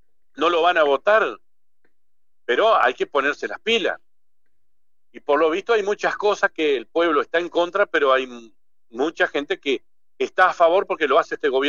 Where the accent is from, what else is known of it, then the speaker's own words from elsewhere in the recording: Argentina; Porque todos somos ciudadanos argentinos.